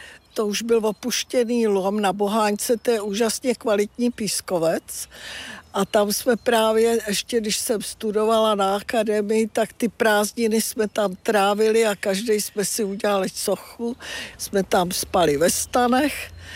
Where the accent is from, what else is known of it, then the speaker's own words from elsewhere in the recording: Hořice, Hradec Králové Region, Czechia; also born or lived in Prague; já jsem prakticky se v Hradci jenom narodila, že ta maminka jela mě porodit, ale celý život jsem teda žila do svých 18 let v Hořicích.